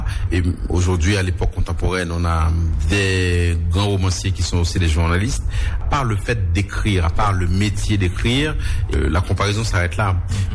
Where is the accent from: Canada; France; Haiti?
Haiti; je me retrouve en exil, même si c'est chez moi, en Haïti, je me retrouve en exil dans une ambassade étrangère.